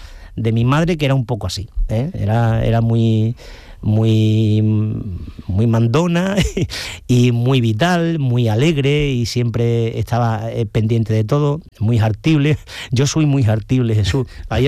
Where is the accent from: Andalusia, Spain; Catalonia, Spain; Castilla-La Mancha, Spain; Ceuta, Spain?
Andalusia, Spain; Ubrique; A mí me tira mucho Cádiz. Yo siempre digo que soy un gaditano con piel de ubrique, pero a mí Jerez me gusta mucho.